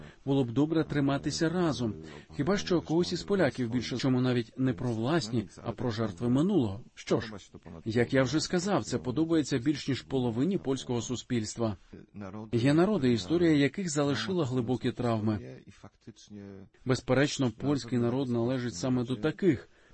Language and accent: Ukrainian; Poland; чи для тебе мало яке значення, що ти українець, а я поляк?